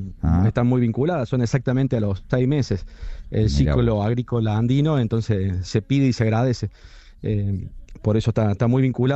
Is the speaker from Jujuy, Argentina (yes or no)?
no; Córdoba, Argentina; No, yo soy de Córdoba.